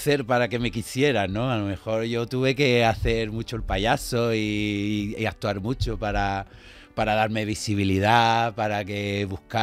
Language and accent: Spanish; Seville, Andalusia, Spain; moved away as an adult; also born or lived in Madrid; ¿dónde quieres vivir? En mi tierra, en Sevilla. Y me fui a Sevilla